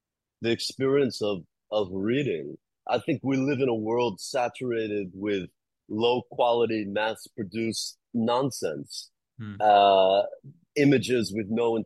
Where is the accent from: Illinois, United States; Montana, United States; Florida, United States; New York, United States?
New York, United States; I grew up in the Hudson Valley, grew up house in the woods